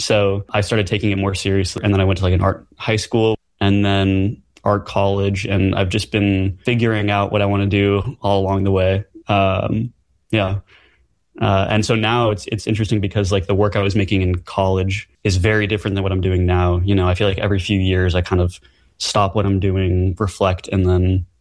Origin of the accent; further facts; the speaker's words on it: New York City, New York, United States; I grew up in Brooklyn, New York, in Red Hook.